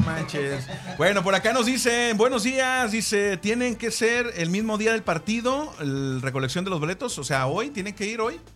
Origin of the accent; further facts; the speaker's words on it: Fresnillo, Zacatecas, Mexico; moved away; Soy de Fresnillo, Zacatecas.